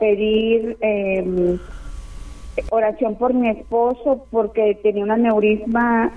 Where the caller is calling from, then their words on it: Monterrey, Nuevo León, Mexico; De aquí de Monterrey.